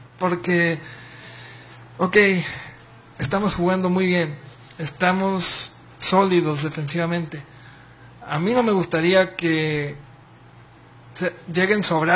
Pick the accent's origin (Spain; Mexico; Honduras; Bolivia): Mexico; Nosotros como mexicanos, que nos gusta mucho el deporte